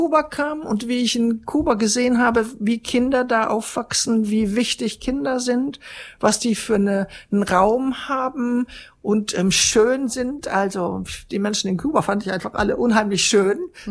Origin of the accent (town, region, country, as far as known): Germany